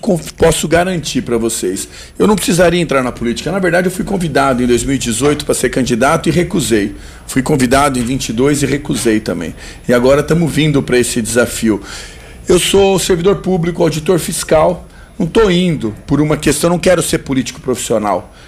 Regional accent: Catanduva, São Paulo, Brazil; also born or lived in São Carlos; eu sou de Catanduva, aqui. 40 minutos daqui, fiz faculdade em São Carlos, engenharia de produção

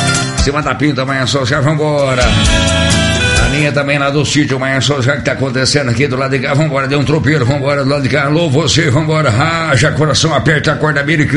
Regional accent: São Paulo, Brazil; Lá da minha querida Bunça, sou paulista

